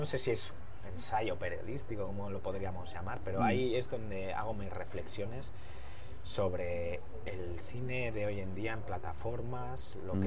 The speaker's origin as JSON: {"language": "Spanish", "town": "Bilbao", "region": "Basque Country", "country": "Spain", "said": "Mejor que somos de Bilbao."}